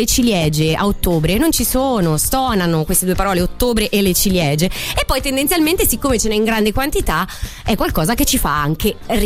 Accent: Tuscany, Italy; io quando mi chiedono se sono vegetariana rispondo che sono toscana, quindi non posso, perché sennò mio babbo mi disereda, va bene, che è un cuoco toscano.

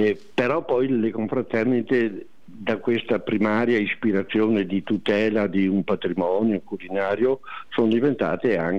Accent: Veneto, Italy

